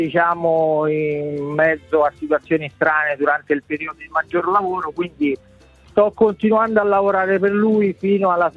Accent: Rome, Lazio, Italy; No, sono romano di Roma.

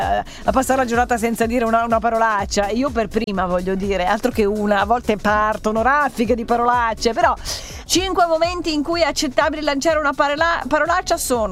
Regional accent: Milan, Lombardy, Italy; moved away; in milanese, che è la mia città.

